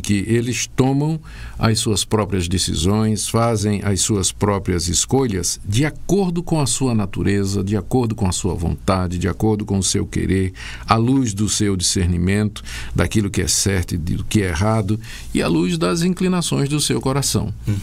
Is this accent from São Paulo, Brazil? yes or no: no; Recife, Pernambuco, Brazil; Opa, cidade onde eu cresci.